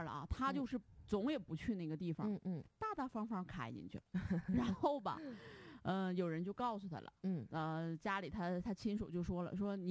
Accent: Liaoyuan, Jilin, China; 哎呀，我土生土长辽源人，

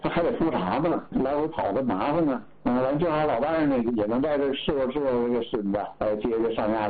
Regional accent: Liaoyuan, Jilin, China; now in Shenyang, China; 我老家呢也是吉林的， 是吧？ 是辽源的

